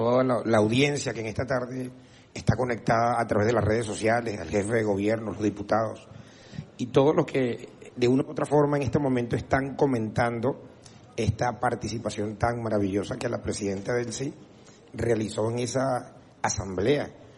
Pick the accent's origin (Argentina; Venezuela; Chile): Venezuela; nuestra realidad como venezolanos